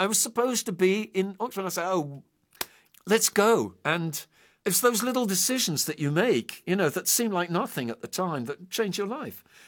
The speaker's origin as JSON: {"language": "English", "country": "Brazil", "also_born_or_lived": "England", "said": "54 years, 53 years of Brazil and 21 years of England makes me twice as Brazilian as I am English, in a wa"}